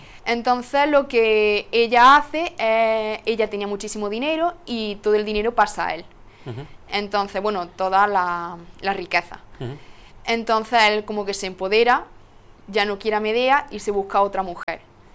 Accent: Castellar, Andalusia, Spain; born or raised there

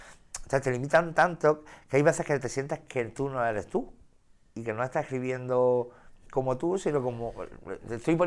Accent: Navas de San Juan, Andalusia, Spain; also born or lived in Linares; yo soy de pueblo y yo soy de las Navas de San Juan

